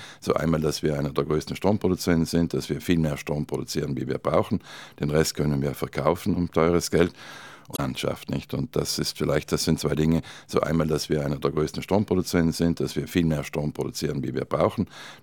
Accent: Trentino-Alto Adige, Italy; Bei uns in Südtirol gehört natürlich der Reschenstausee, nicht mit dem Kirchturm, der da herausschaut.

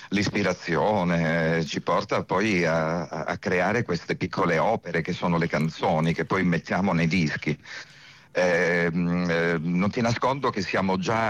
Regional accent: Crotone, Calabria, Italy; moved away as an adult; also born or lived in Florence; now in Rome, Italy; Io sono partito da Crotone, come dicevi tu, dalla Calabria, per dedicarmi completamente alla musica. E prima mi sono trasferito a Firenze, dove ho fatto l'università

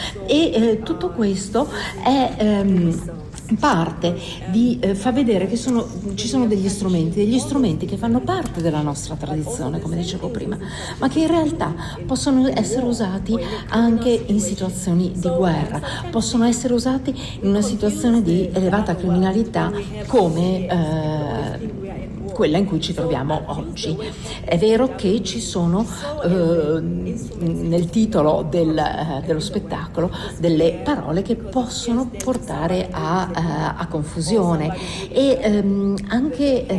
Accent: South Africa; nel frattempo in Sudafrica, nel mio paese, ci siamo trovati con dei leader che in realtà non hanno idea di dove stanno andando

